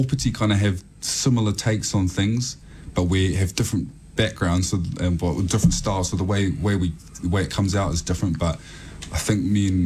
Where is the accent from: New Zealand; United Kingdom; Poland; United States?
New Zealand; So there are those, but yeah, as growing up in New Zealand, I was always a massive fan of … things like that.